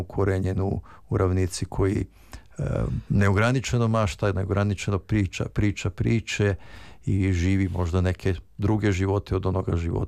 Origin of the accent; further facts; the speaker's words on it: Vojvodina, Serbia; u mom selu, u kojem sam odrastao, u Banatu, kolonističkom selu